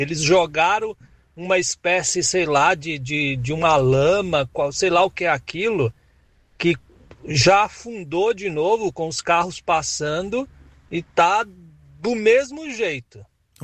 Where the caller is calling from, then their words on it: Cotia, São Paulo, Brazil; eu falo de Cotia.